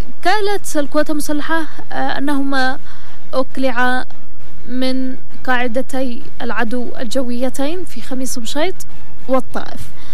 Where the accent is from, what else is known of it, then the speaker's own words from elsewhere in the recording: Yemen; بالنسبة لنا إحنا كيمنيين